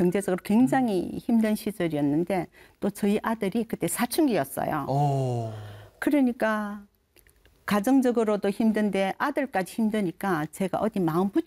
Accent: Gyeongsang, South Korea; 저는 고향이 경상도예요.

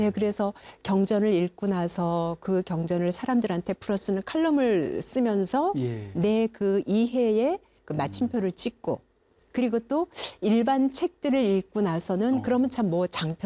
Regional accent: Gangwon, South Korea; 그 당시에 종교는 제가 강원도, 고향이 강원도인데, 그 당시에 불교는 사실 우리가 지금 생각하는 불교하고는 전혀 다른 모습이었거든요.

